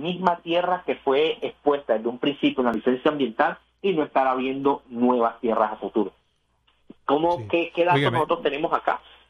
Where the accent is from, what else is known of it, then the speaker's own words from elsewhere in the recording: Barranquilla, Atlántico, Colombia; yo soy barranquillero